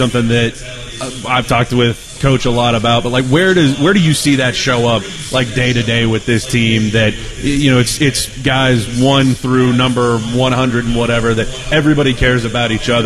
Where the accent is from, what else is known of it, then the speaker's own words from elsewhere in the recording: Morgantown, West Virginia, United States; I grew up in Morgantown as a WVU fan